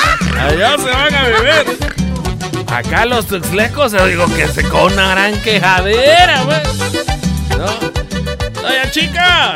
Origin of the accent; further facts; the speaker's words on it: Chiapas, Mexico; now in Tuxtla Gutiérrez, Mexico; Allá, por eso allá en mi tierra no se quejan si hay calor